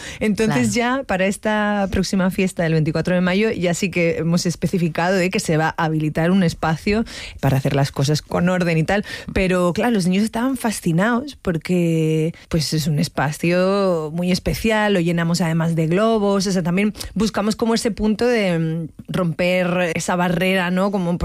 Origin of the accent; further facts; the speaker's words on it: Canary Islands, Spain; A ver, es que yo soy canaria, entonces yo pienso tropical y pienso en frutas.